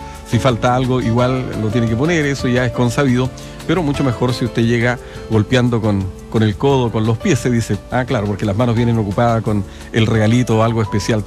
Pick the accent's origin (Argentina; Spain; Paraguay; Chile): Chile; estábamos viendo ya, como buenos chilenos, avizorando las fiestas patrias del 2027.